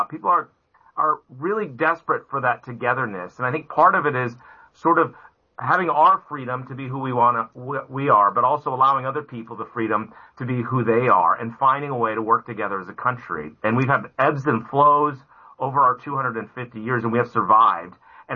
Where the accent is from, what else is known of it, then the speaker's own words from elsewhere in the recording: Midwest, United States; now in North Carolina, United States; And so, you know, I grew up in the Midwest. I live in North Carolina now.